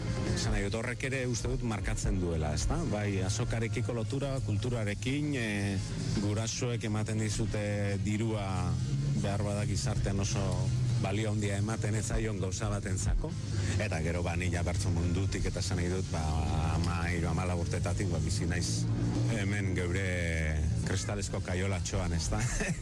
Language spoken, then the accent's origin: Basque; Durango, Basque Country, Spain; Durangarra naiz